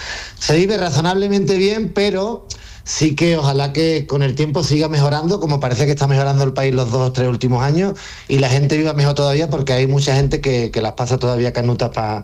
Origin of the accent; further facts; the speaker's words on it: Andalusia, Spain; now in Mexico; Y Andalucía también la echo de menos entera, mi tierra.